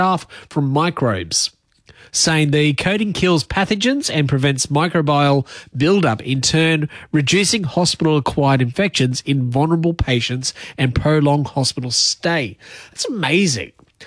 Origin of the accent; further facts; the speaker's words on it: Australia; Is that unacceptable to say as an Australian